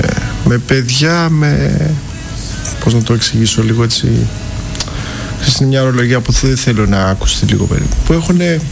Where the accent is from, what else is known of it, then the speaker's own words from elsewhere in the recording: Crete, Greece; Επειδή είμαστε και πατριώτες από την Κρήτη